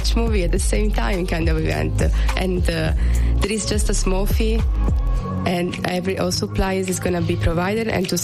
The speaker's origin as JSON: {"language": "English", "country": "Italy", "second_language": "English", "moved": "as an adult", "said": "if can you hear my accent? I'm not American, so we really don't play cornhole in Italy."}